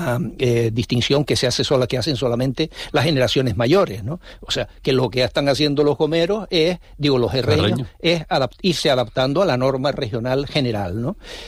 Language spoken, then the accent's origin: Spanish; Puerto del Rosario, Canary Islands, Spain; cuando niño en Fuerteventura, cuando yo era pequeño allí en Puerto del Rosario